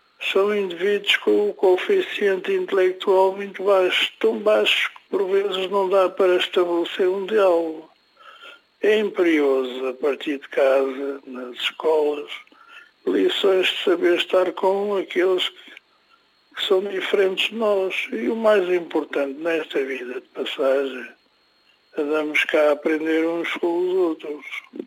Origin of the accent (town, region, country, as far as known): Lisbon, Portugal; born there